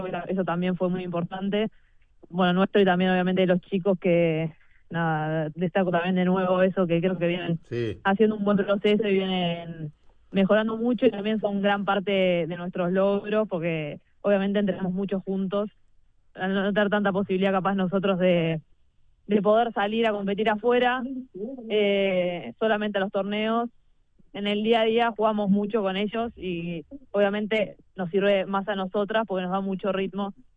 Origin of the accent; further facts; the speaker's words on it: Uruguay; moved away as an adult; also born or lived in Netherlands / Belgium; volví a Uruguay este año, estoy jugando en Vigoa, pero sí, fue muchos años afuera